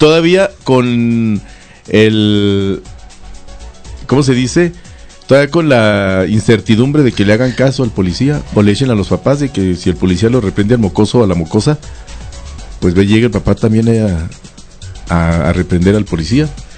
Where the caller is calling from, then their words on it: Santa Bárbara, Mexico; qué vergüenza que sean de mi pueblo, porque la gente en Santa no somos así